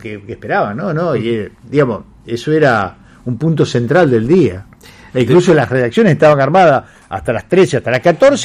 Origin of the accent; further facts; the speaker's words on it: Clucellas, Santa Fe, Argentina; yo soy de Clusella, un pueblo del interior.